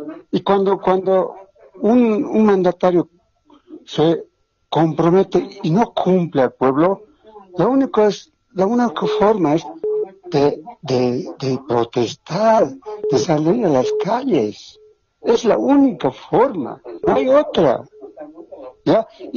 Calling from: La Paz, Bolivia; estoy llamando aquí de la ciudad de La Paz.

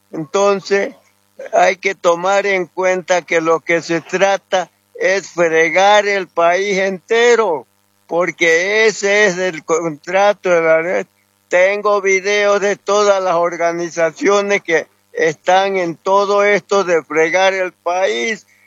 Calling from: Cochabamba, Bolivia; le hablo de Cochabamba.

